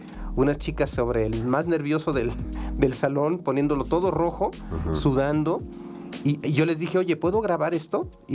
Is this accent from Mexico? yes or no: yes; Mexico; Como mexicanos y como creativos y como colegas.